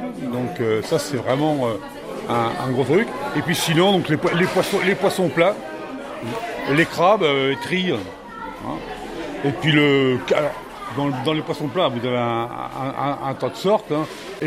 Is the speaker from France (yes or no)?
yes; Caen, Normandy, France; moved away as an adult; now in Dives-sur-Mer, France; je viens de Caen, mais je suis là depuis 1970.